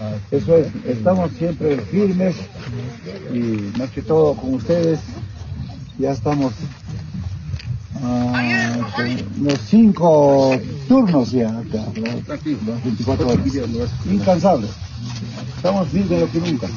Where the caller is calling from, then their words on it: Bolivia; digo como boliviano